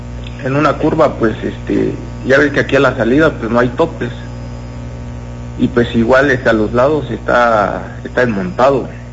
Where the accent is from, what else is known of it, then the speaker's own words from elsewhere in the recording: La Independencia, Chiapas, Mexico; yo soy originario aquí de la Independencia, Chiapas.